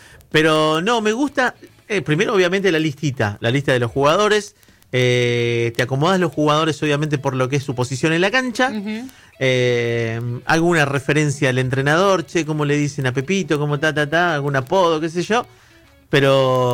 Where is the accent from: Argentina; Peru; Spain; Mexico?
Argentina